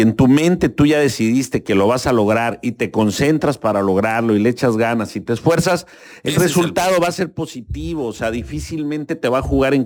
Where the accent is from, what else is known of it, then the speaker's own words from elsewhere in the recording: Tapachula, Chiapas, Mexico; yo soy de Tapachula, ¿no? Aquí nací